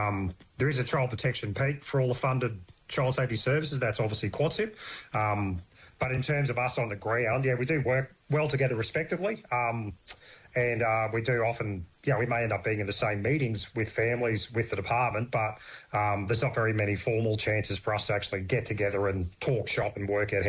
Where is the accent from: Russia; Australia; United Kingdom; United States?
Australia; Hervey Bay, Queensland; also born or lived in Eidsvold; I was born in Idesvold, but we consider Harvey Bay home. That's where the family ended up settling way back in the 1920s, I think it was.